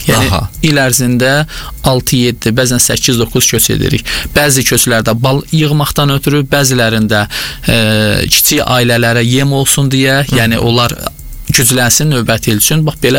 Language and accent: Azerbaijani; Agstafa, Agstafa District, Azerbaijan; now in Buzovna, Baku, Azerbaijan; Mən özüm Ağstafalıyam